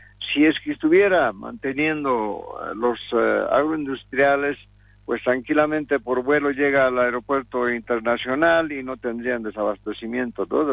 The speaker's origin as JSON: {"language": "Spanish", "country": "Bolivia"}